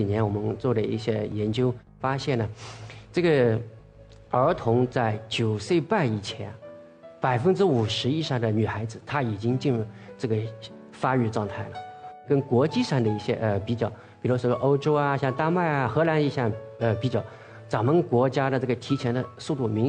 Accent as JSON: {"language": "Chinese", "country": "China", "said": "我们中国人"}